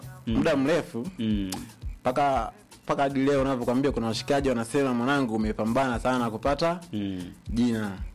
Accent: Mara, Tanzania; moved away as an adult; now in Tabora, Tanzania; mimi nimezaliwa Wanyele, nimekulia Wanyele, nimesomea Wanyele.

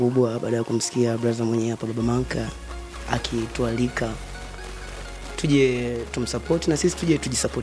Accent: Nduli, Iringa, Tanzania; Nimetokea Nduli.

